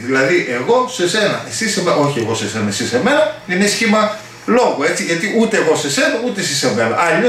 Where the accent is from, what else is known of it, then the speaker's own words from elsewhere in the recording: Greece; born there; γεννήθηκα στην Ελλάδα